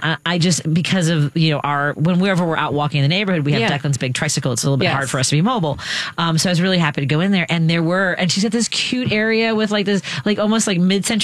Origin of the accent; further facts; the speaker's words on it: Chicago, Illinois, United States; I grew up in Norwood